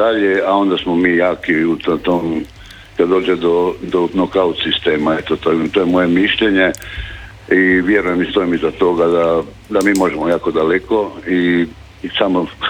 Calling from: Lošinj, Primorje-Gorski Kotar County, Croatia; ja sam inače profesionalni pomorac, sa Lošinja sam

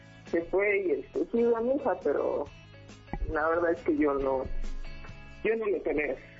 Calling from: Mexico City, Mexico; De aquí, de la alcaldía de Benito Juárez

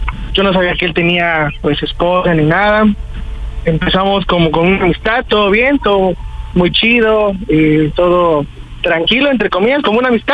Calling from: Ixtapaluca, State of Mexico, Mexico; soy de Ixtapaluca, en el Estado de México, y tengo 26 años.

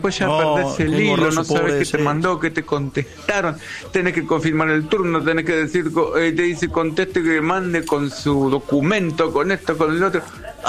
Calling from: Pilar, Buenos Aires Province, Argentina; de Pilar.

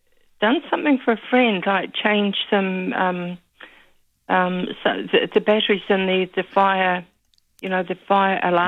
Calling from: Dunedin, Otago, New Zealand

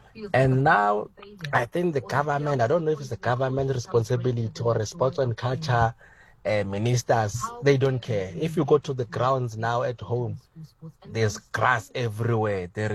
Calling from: South Africa; in rural areas, like I'm from Lechikapaho, so we didn't have much

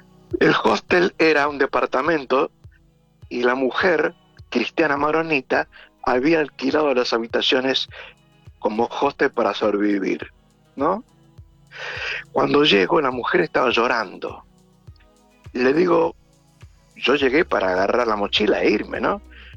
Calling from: Argentina; soy argentino y turista.

